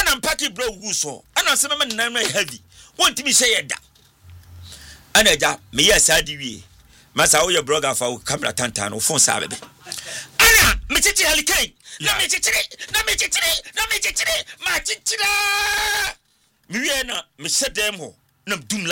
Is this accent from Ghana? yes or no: yes; Ghana; brother from Ghana.